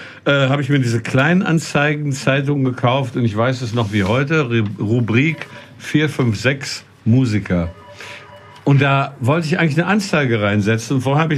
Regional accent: Detmold, North Rhine-Westphalia, Germany; moved away as an adult; also born or lived in Frankfurt; bin ich ja aus Westfalen, ne, aus der Nähe von Bielefeld übrigens, aus Detmold, bin ich dann nach Frankfurt gekommen, ins Rhein-Main-Gebiet.

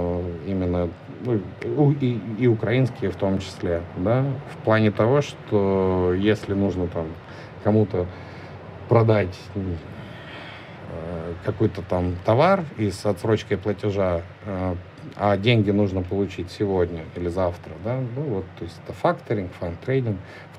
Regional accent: Ukraine; В смысле, с украинцами, я сам как бы украинец, да

